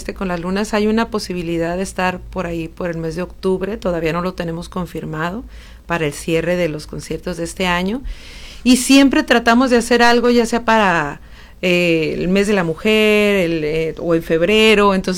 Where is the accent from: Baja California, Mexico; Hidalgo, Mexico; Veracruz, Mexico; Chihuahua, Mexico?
Baja California, Mexico; Tijuana; also born or lived in Sonora; yo me siento tijuanense, soy una sonorense, no, una tijuanense nacida en Sonora